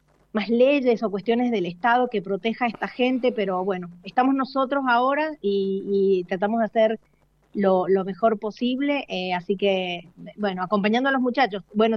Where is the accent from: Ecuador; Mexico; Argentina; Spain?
Argentina; San Juan; now in Mendoza, Argentina; Yo soy sanjuanina, hace 20 años que vivo en Mendoza